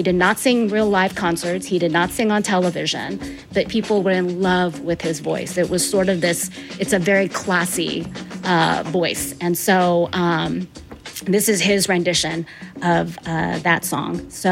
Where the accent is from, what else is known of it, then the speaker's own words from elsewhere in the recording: Olympia, Washington, United States; And he ended up in Olympia, Washington, which is my hometown.